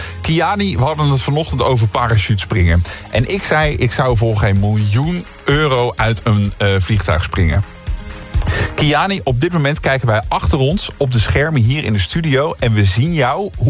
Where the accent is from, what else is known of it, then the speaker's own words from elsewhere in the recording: Rotterdam, South Holland, Netherlands; van Rotterdammer tot Rotterdammer.